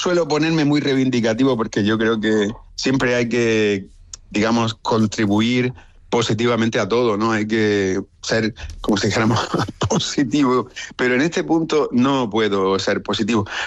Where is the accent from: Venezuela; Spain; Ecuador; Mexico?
Spain; Como sociedad española, también como digamos, agrupación de personas trabajando en esto del desarrollo científico en general